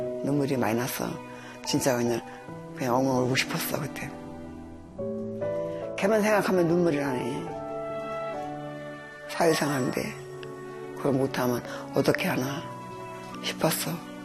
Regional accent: South Korea; moved away; 나는 한국에서 왔어.

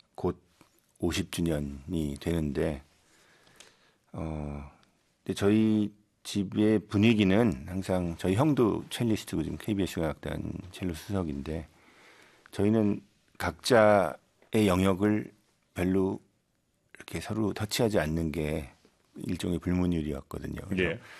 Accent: South Korea

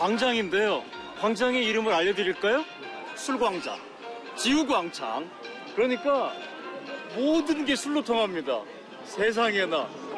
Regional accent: South Korea; 한국에서 온 저

